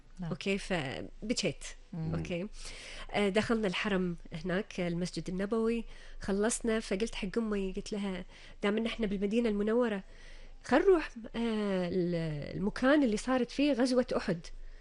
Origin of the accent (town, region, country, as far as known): Kuwait